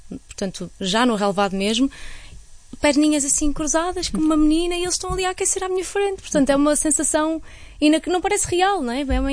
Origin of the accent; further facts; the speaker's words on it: Paredes, Porto, Portugal; uma miúda que vem ali de Paredes